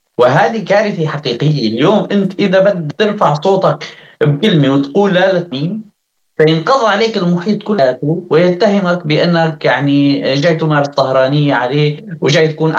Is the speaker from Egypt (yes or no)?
no; Sweden; سيما أنه أنا من السويد وشهادتي مجروحة يعني وستبين منحازي